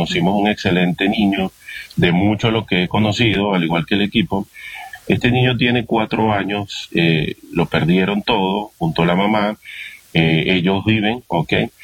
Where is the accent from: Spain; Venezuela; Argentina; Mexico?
Venezuela; a nosotros como venezolanos nos caracteriza esto.